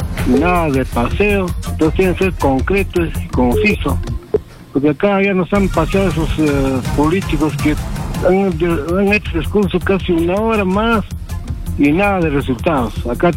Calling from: Lima, Peru; de Cercado de Lima.

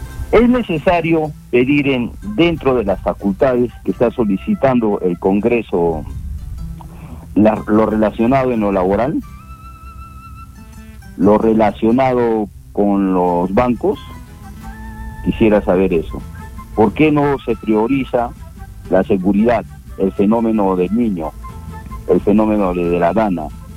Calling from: Arequipa, Peru

